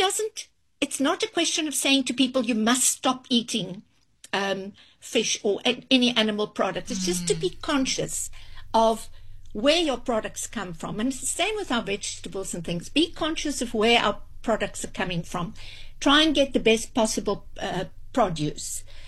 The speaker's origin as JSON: {"language": "English", "region": "Free State", "country": "South Africa", "tie": "born or raised there", "also_born_or_lived": "Langebaan", "said": "it's a cookbook with loads of memories of growing up in the Free State, of living in Langebaan, and I used to open my house for long table lunches."}